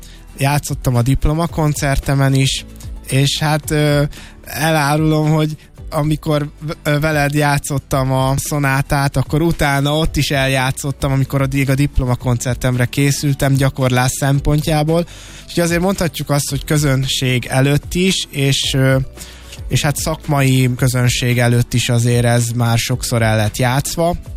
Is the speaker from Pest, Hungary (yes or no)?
no; Hévíz, Zala, Hungary; Maga egyébként a videó hanganyag is egy szülővárosom általi kezdeményezésből indult